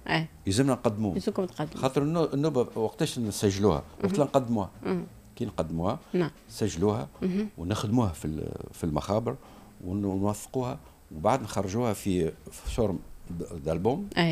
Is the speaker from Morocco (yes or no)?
no; Tunisia; عندنا في تونس